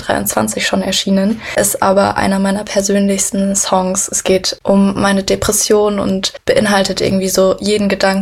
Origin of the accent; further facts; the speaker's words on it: Munich, Bavaria, Germany; Ich komme ursprünglich aus München, also bin hier geboren und aufgewachsen.